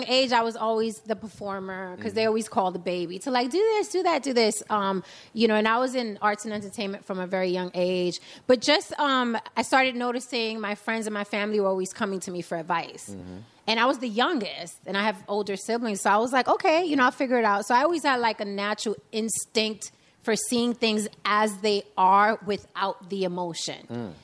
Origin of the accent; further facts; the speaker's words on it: Bronx, New York, United States; now in Las Vegas, United States; Yes, born and raised in the Bronx.